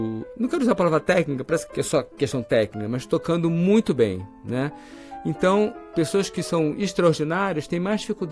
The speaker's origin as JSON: {"language": "Portuguese", "region": "Rio de Janeiro", "country": "Brazil", "said": "Eu sou do Rio."}